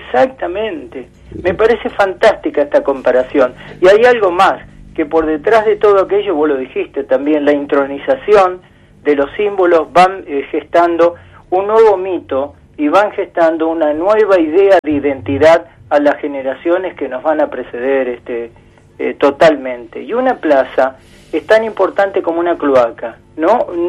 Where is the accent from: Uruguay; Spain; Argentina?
Argentina; cómo somos los argentinos